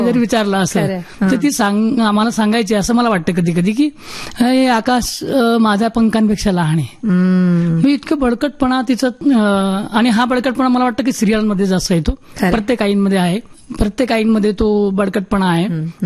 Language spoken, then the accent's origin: Marathi; Lasur, Maharashtra, India; त्या सातपुड्याने कवेत घेतलंय का आमच्या गावाला प्रेमाने. तर असं आमचं गाव. आणि त्या गावाच्या वेशीला आम्ही राहायचो, म्हणजे पहाडाच्या जवळच सातपुड्याच्या पायथ्याजवळच आमचं सगळ्या झोपड्या होत्या.